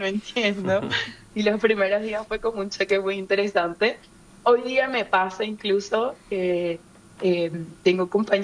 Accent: Venezuela; now in Uruguay; Algo que para mí fue una sorpresa súper grata cuando vine de Venezuela para acá, para Uruguay, era justamente darme cuenta del nivel de diversidad e inclusión que había en los trabajos

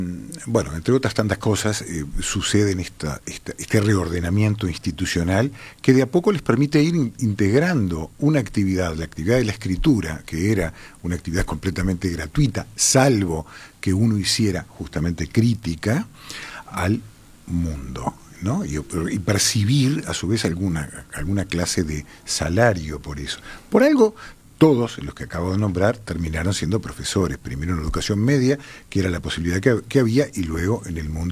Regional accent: Montevideo, Uruguay; born there

